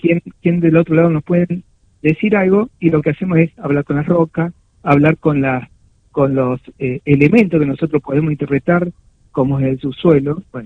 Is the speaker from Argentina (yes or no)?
yes; Buenos Aires, Argentina; moved away as an adult; now in San Luis, Argentina; yo vengo de provincia de Buenos Aires